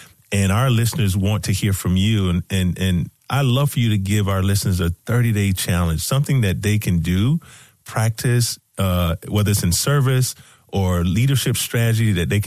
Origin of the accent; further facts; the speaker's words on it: the South, United States; accent: southern; You're bringing my southern accent out, man.